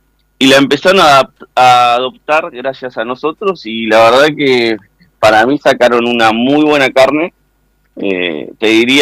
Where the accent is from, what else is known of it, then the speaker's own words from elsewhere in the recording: Uruguay; born there; yo nací en Uruguay, soy de familia argentina